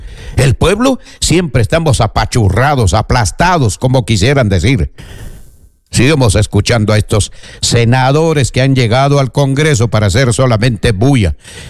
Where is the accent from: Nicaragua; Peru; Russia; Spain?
Peru; A nosotros como peruanos nos interesa los dos que participen en el Perú.